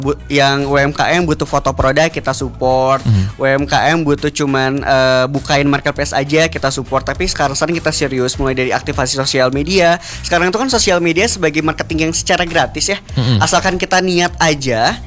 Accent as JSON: {"language": "Indonesian", "town": "Bandung", "region": "West Java", "country": "Indonesia", "said": "aku sehari-hari tuh di Garut, Kang. Jadi kalau weekend udah pasti di Bandung. Aku asli Bandung tapi kerjanya di Garut. Orang Garut ke Bandung."}